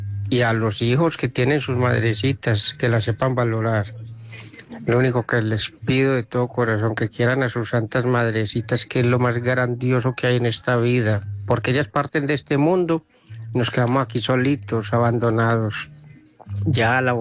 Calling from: Bello, Antioquia, Colombia; de Ollaca de Bello.

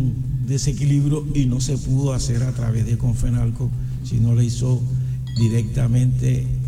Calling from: Cartagena, Bolívar, Colombia; Yo soy el presidente de la Junta de Vivienda de Fredonia

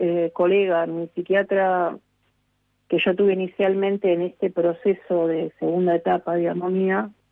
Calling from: Lomas de Zamora, Buenos Aires Province, Argentina; Yo vivo de Temperley, una estación más, Loma de Zamora, son 3 minutos.

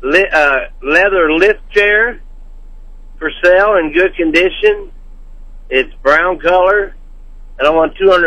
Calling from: Sweet Springs, Missouri, United States; And I'm calling from Sweet Springs area.

